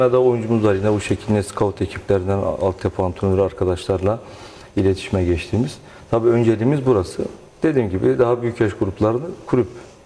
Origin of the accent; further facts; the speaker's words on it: Elazığ, Turkey; born there; now in Çanakkale, Turkey; Ben de 1974 Elazığ'da doğumluyum. Uzun zaman oldu Çanakkale'deyim.